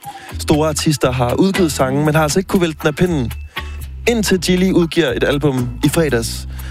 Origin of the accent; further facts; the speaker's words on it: Aarhus, Central Denmark Region, Denmark; born there; min fødeby, Aarhus